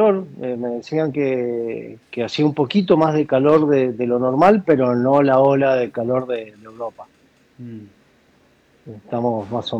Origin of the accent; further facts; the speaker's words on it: Mendoza, Argentina; Nuestro país sigue siendo el más caro del mundo.